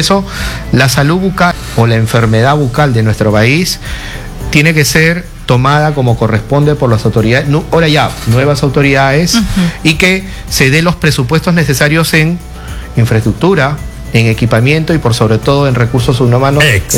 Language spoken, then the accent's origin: Spanish; Peru